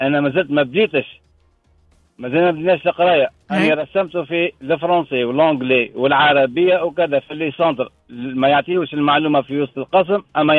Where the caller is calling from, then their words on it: Sfax, Sfax Governorate, Tunisia; أنا نحكي معك من صفاقس